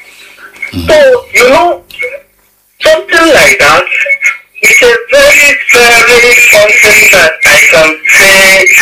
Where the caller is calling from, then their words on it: Mozambique; I'm calling from Mozambique.